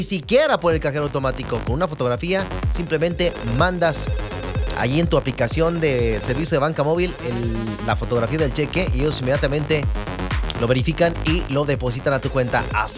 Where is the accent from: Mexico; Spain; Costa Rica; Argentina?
Mexico; Salamanca, Guanajuato; moved away; Algo que sucedió en Salamanca, Guanajuato, allá en mi tierra.